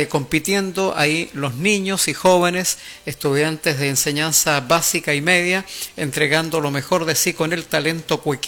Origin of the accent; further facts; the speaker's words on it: Chile; Porque somos chilenos todo el añ